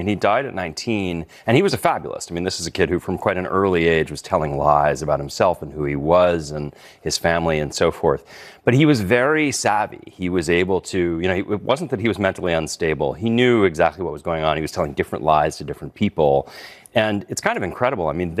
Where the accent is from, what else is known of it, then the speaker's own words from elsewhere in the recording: United States; I'm an American.